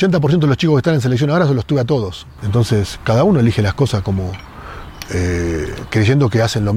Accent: Mexico; Primero que nada, me considero un entrenador mexicano.

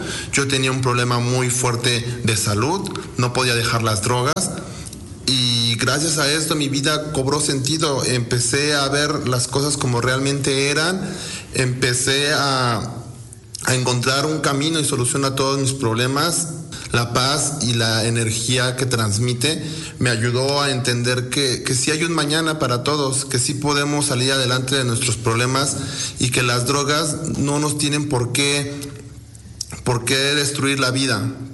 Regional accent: Texcoco, State of Mexico, Mexico; Yo vengo del municipio de Texcoco, en el Estado de México. Tengo 25 años

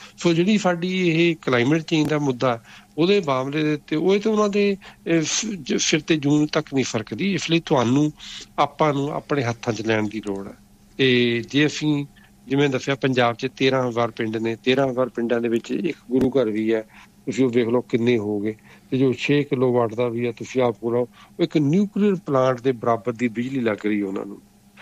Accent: Punjab, India; ਅਤੇ ਮੇਰਾ ਪਿੰਡ ਜਲੰਧਰ ਦੇ ਲੱਗਿਆ, ਅਸੀਂ ਉੱਥੇ ਜਲੰਧਰ ਵਗੈਰਾ ਦੇ ਲਵਾ ਰਹੇ ਹਾਂ

